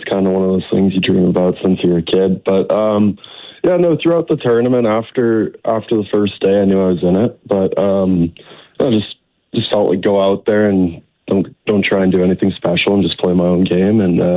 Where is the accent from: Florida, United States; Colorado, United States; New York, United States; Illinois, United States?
Colorado, United States; Peyton; moved away as an adult; now in Boise, United States; I'm from Peyton, Colorado.